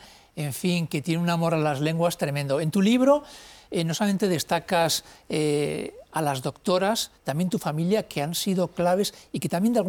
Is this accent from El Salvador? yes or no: no; Pamplona, Navarre, Spain; now in Madrid, Spain; Eres de fuera, yo soy de Pamplona, y al día siguiente ya eres de aquí para siempre.